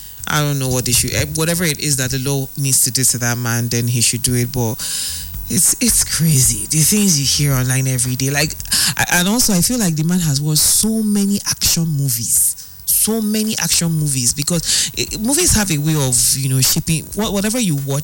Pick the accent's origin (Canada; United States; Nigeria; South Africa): Nigeria; as a Nigerian